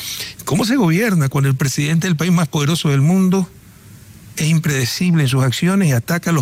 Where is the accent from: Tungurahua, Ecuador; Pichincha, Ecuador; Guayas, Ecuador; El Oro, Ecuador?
Guayas, Ecuador; Guayaquil; yo vengo de la ciudad de Manglar, Guayaquil.